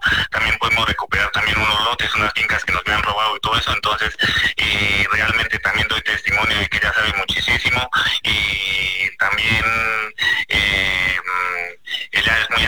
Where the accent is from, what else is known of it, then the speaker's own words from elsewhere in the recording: Mozo, Boyacá, Colombia; Yo vengo de Mozo, Boyacá.